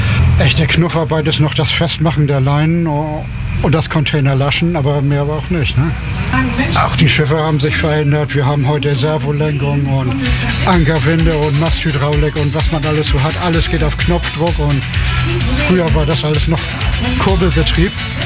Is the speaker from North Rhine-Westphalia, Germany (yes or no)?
no; Hamburg, Germany; also born or lived in Bad Oldesloe; Also geboren bin ich mal in Oldesloe, aber ich wohne in Hamburg, seit ich 5 Jahre alt war.